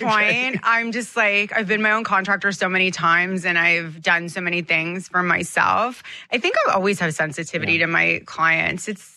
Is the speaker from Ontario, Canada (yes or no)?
yes; Toronto, Ontario, Canada; Growing up in Toronto, our weather is so extreme.